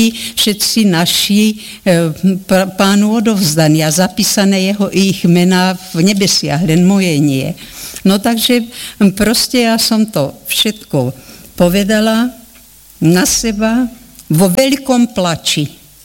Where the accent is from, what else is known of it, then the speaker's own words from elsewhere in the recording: Moťová, Banská Bystrica Region, Slovakia; now in Zvolen, Slovakia; Títo štyria proste prví uverili v Moťovej, kde som sa ja narodila. To je tu proste ako, už sme z Volenčania dlhší čas, no ale vtedy sme boli Moťovania. A Moťovská dedina tá bola celá evangelická.